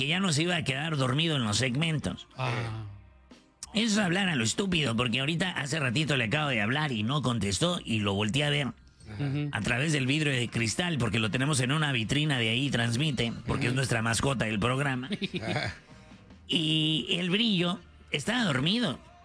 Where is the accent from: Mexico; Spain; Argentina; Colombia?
Mexico; Ciudad Obregón, Sonora; Ahí en Obregón, Sonora, de donde soy, tocaba en los bares.